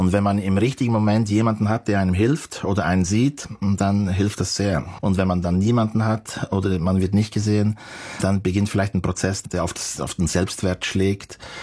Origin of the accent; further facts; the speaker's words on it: Bern, Switzerland; ich sage immer, wenn man sagt, und woher kommen Sie oder wer sind Sie, sage ich immer, ich bin ein Berner Oberländer. Und das ist auch so ein Reflex. Dabei, ich könnte dort wahrscheinlich nicht mehr leben.